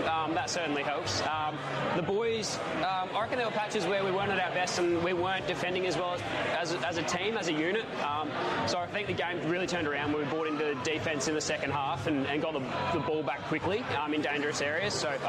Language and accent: English; South Australia, Australia; moved away as an adult; now in Melbourne, Australia; to get the win in front of family in my home state